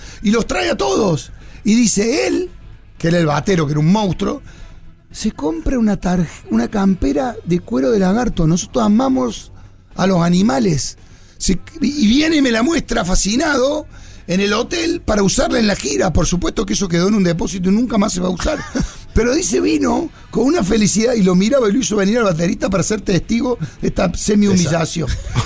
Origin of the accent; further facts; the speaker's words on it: Argentina; Nosotros somos de Argentina.